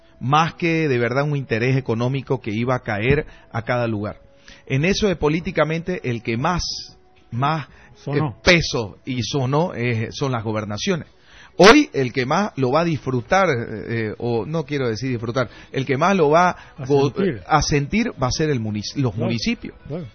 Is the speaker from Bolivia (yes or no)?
yes; Santa Cruz, Bolivia; todos los cruceños